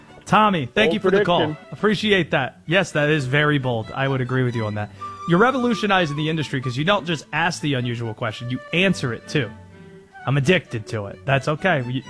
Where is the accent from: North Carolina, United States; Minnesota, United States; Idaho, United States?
North Carolina, United States; Hey, I'm from North Carolina, man.